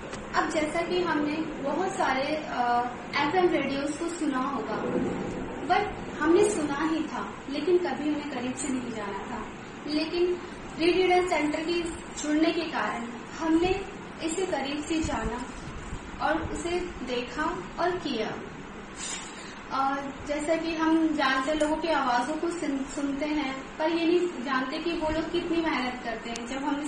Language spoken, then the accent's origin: Hindi; Delhi, India; नमस्कार दोस्तों … और मैं दिल्ली से हूँ।